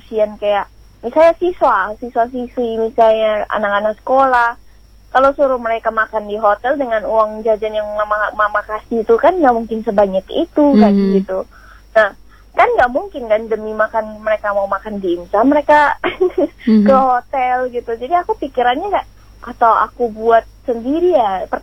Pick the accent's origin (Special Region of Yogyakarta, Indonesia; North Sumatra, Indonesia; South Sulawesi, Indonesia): North Sumatra, Indonesia; Medan; now in Kupang, Indonesia